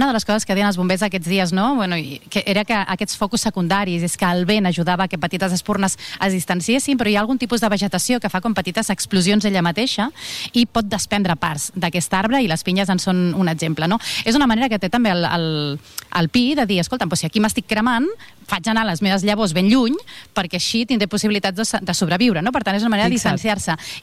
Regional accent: Rupià, Catalonia, Spain; al meu poble, a Rupià

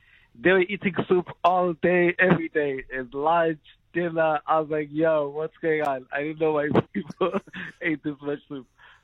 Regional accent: KwaMashu, KwaZulu-Natal, South Africa; So growing up at home, we only ate soup if you're sick

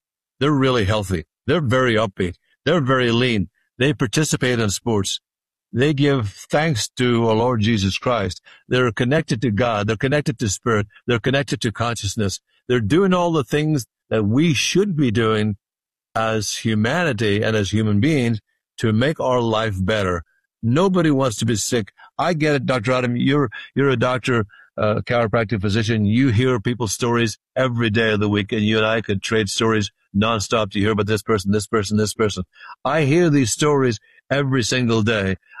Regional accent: Ireland; now in California, United States; People talk a good talk out here in California because I come from Ireland. We say in Ireland, he's full of blarney or she's full of blarney.

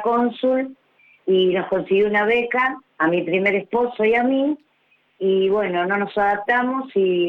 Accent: Buenos Aires, Argentina; nací en Villa Urquiza, viví... cerca de la plaza, 30 años, y otros 30 y pico, unas cuadras más. Sí, siempre viví en Villa Urquiza.

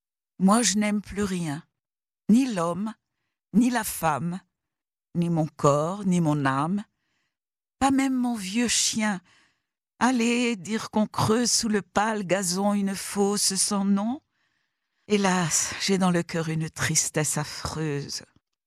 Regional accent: France; now in Jerusalem, Israel; שזה יום החג הלאומי של צרפת, ארץ מולדתי, מכורתי. מאוד אהבתי לחיות בצרפת, אבל הרבה יותר מזה 50 שנה בירושלים כישראלית.

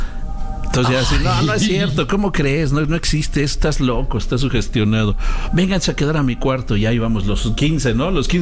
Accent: Ciudad Nezahualcóyotl, State of Mexico, Mexico; somos de Ciudad Nezahualcóyotl.

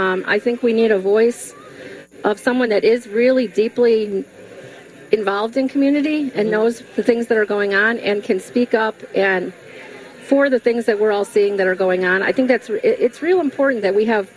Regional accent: Chicago, Illinois, United States; also born or lived in Hoffman Estates, Illinois; now in McHenry County, Illinois, United States; I grew up in Cook County. I grew up on 21st Place in Damon in the Pilsen neighborhood.

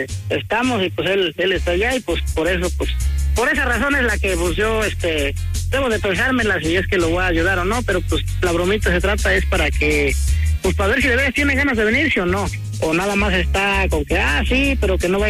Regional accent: Orizaba, Veracruz, Mexico; moved away as an adult; now in Oregon, United States; De allá, de Veracruz, México.

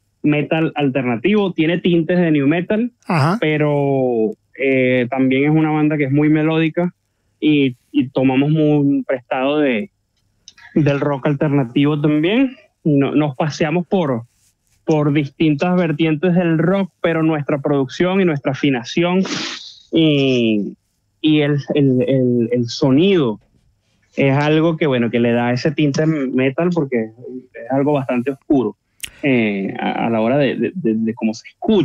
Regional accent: Maracay, Aragua, Venezuela; Mi ciudad natal de Maracay, Venezuela.

